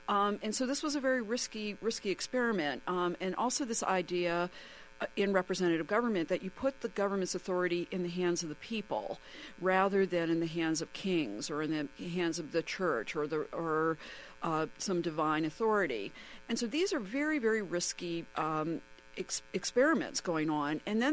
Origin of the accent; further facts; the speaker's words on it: Maryland, United States; moved away; I grew up in the Maryland area, and I used to come and stay with them